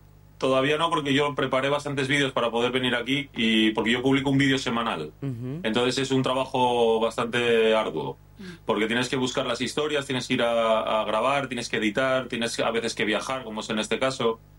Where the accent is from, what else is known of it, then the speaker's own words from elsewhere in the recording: Candás, Asturias, Spain; Yo soy de Asturias, de un pueblecito que se llama Candás, en la costa. En la costa del norte de España.